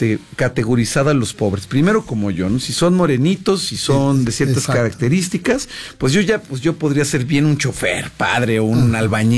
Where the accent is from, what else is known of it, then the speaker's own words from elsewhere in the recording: Mexico; Nosotros somos mexicanos comemos chile y bailamos de cierta manera y festejamos de cierta manera.